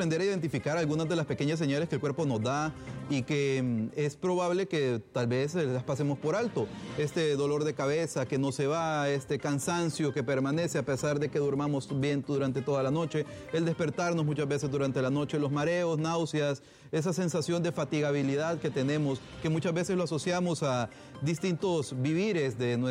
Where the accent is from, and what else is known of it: Honduras